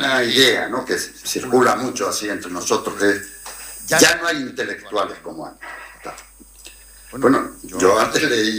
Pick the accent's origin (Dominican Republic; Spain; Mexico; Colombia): Spain; Canary Islands; yo soy de la generación del 68, soy canario y soy de izquierda